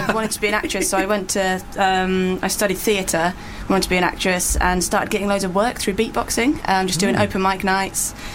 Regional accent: Devon, South West England, United Kingdom; I'm from Devon, a little town in Devon where there were a lot of older beatboxers.

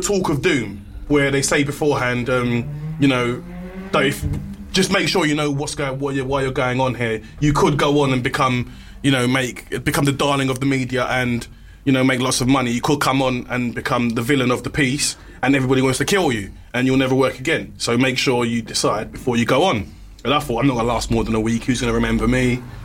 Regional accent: Nigeria; I mean, I'm a Nigerian.

